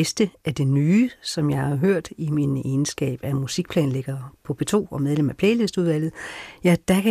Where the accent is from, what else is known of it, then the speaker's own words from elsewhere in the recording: Nørre Lyndelse, Region of Southern Denmark, Denmark; For jeg er født og opvokset i Carl Nielsens by, Nørlyndelse på Midtfyn.